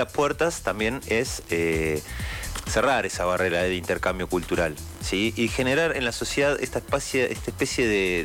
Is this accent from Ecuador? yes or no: no; Uruguay; now in Argentina; En mi país, por ejemplo